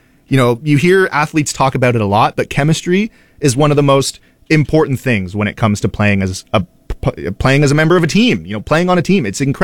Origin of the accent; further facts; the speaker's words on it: Orangeville, Ontario, Canada; I'm from Orangeville.